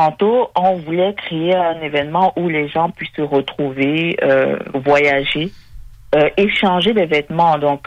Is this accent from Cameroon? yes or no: yes; Cameroon; now in Quebec City, Canada; Je suis originaire du Cameroun